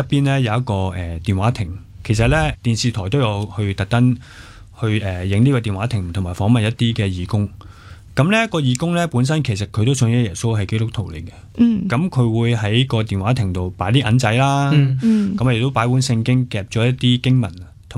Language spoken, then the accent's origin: Cantonese; Hong Kong; 我哋香港人